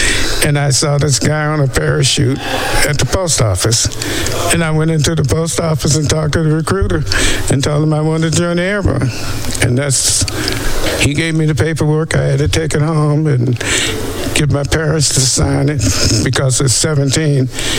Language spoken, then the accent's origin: English; Evanston, Illinois, United States; now in Goldsboro, United States; I grew up in Illinois, Evanston, Illinois.